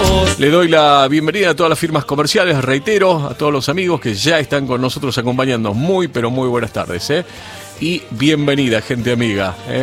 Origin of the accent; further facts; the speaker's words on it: Argentina; Nosotros somos argentinos. Apenas podemos hablar en castellano.